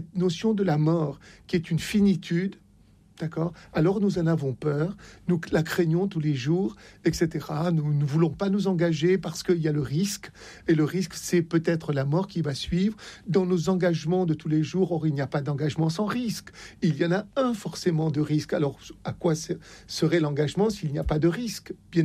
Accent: Oran, Oran Province, Algeria; Je suis né à Oran.

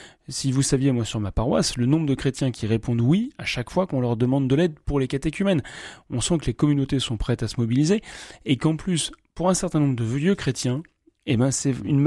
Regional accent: Lille, Hauts-de-France, France; moi je sais que je suis un homme, je suis français, je suis du diocèse de Lille, enfin en tout cas de la région lilloise.

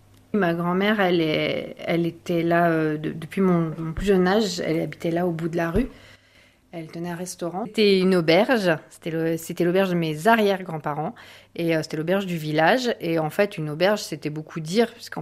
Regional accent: La Compote, Auvergne-Rhône-Alpes, France; born there; j'ai 49 ans, j'habite à La Compote depuis toujours, je suis maman de 2 enfants

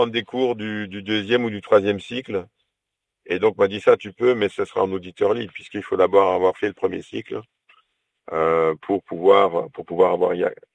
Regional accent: Montpellier, Occitanie, France; même qu'on est de Montpellier, hein

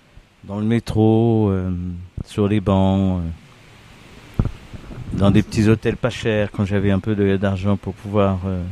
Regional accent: Avignon, Provence-Alpes-Côte d'Azur, France; born there; Non, je suis né en Avignon.

